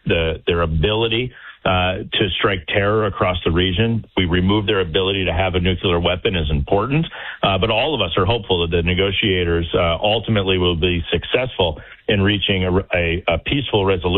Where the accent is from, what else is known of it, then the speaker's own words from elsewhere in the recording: Wisconsin, United States; So in my home state of Wisconsin, there's a large data center that's being built